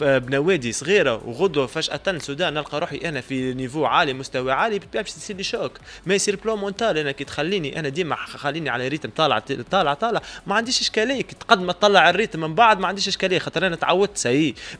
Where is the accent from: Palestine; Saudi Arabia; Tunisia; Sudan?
Tunisia; عندنا في تونس